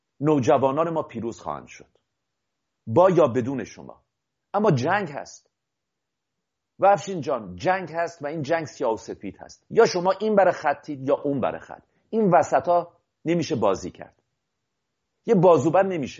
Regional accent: Iran; ما سرانجام پس از بیش از 40 سال به همه میگیم که من ایرانی هستم، پیش از این مخفی میکردیم، اسمهای خودمون رو عوض کرده بودیم

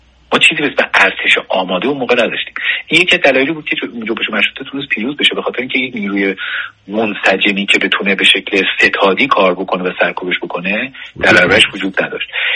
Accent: Iran; ما اکثریت مردم ایران بودیم

